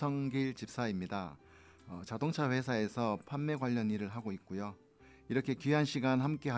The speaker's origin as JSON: {"language": "Korean", "town": "Pohang", "region": "North Gyeongsang", "country": "South Korea", "tie": "born or raised there", "said": "포항이 고향입니다."}